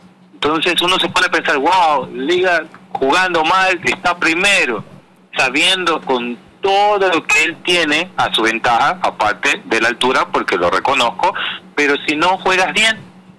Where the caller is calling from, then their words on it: Guayaquil, Guayas, Ecuador; yo soy de Guayaquil